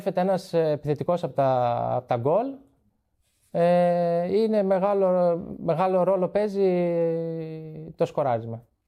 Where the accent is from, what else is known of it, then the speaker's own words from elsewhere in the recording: Trikala Imathias, Central Macedonia, Greece; Στο χωριό μου είχαμε μια ομάδα έτσι παιδικό.